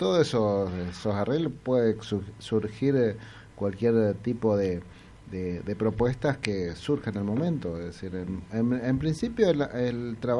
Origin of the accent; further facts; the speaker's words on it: Makallé, Chaco, Argentina; Somos de Macallé